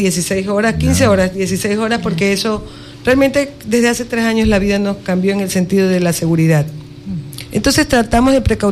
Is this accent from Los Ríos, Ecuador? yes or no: yes; Buena Fe, Los Ríos, Ecuador